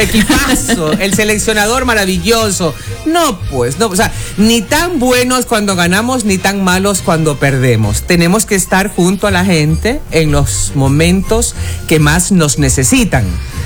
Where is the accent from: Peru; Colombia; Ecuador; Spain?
Ecuador